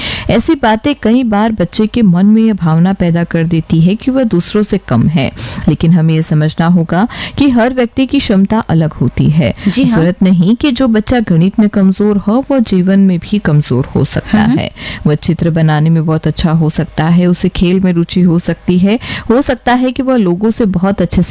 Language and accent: Hindi; Rajasthan, India; हमारे वागड़ क्षेत्र की बात करें तो यहाँ हुनर की कोई कमी नहीं है।